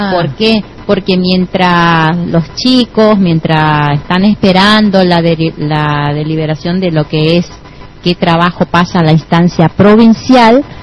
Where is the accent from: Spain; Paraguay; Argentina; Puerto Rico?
Argentina; no somos argentinos